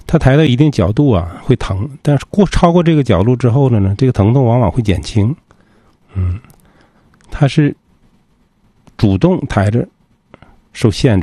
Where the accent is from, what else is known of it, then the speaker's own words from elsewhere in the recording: Northeast China, China; 咱们东北人